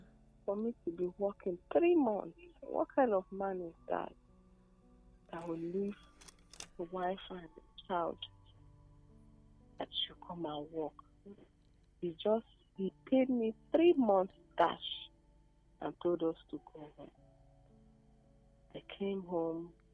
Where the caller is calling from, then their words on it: Obudu, Cross River, Nigeria; I'm calling from Obudu.